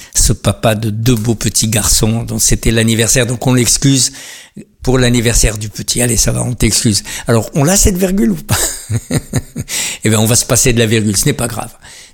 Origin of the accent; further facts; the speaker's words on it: France; je suis français